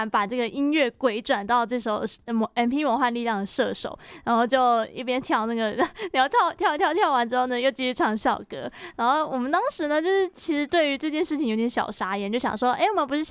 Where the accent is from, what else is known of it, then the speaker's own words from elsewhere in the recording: Kaohsiung, Taiwan; 我是高雄的小朋友，